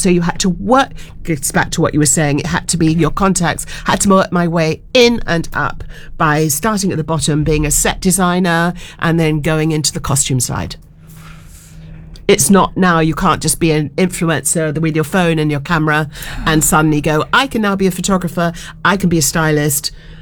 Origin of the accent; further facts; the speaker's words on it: London, United Kingdom; And so I grew up in London, locally